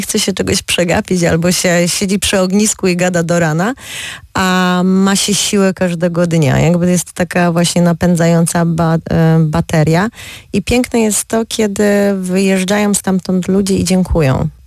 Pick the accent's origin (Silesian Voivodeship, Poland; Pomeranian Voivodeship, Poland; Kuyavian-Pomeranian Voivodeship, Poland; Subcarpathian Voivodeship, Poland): Silesian Voivodeship, Poland; moved away as an adult; now in Opole, Poland; pochodzę co prawda ze Śląska, ale sprowadziłam się tutaj 17 lat temu